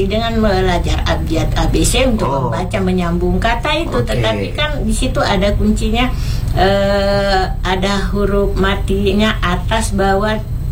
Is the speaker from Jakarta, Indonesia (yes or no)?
no; Watampone, South Sulawesi, Indonesia; moved away; kan masih sekolah di kampung dulu, kecilnya itu sekolahnya SD, SMP, dan malah SMA-nya di Watampone, SMP-nya di Petiro Bajo, SD-nya di Eleta Tanah, SD 6 Ajampulu